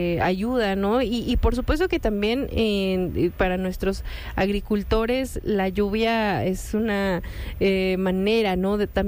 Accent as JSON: {"language": "Spanish", "country": "Mexico"}